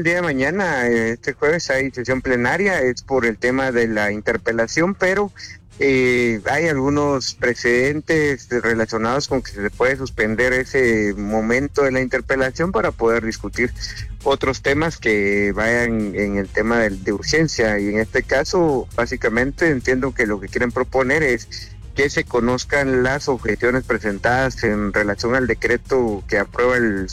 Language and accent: Spanish; Guatemala; que es lo que generan las consecuencias que ahora estamos viviendo como guatemaltecos finalmente.